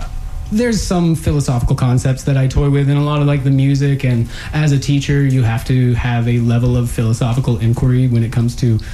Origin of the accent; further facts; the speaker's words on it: Maine, United States; moved away; I'm originally from Maine, like I said, and it's much colder climate up there.